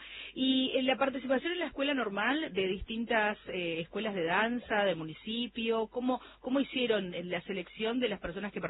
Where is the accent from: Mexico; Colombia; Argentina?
Argentina